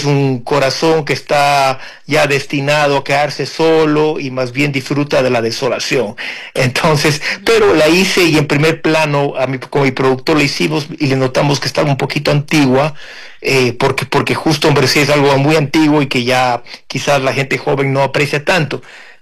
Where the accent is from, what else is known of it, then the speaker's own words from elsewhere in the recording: Ecuador; me vayan ya identificando como artista ecuatoriano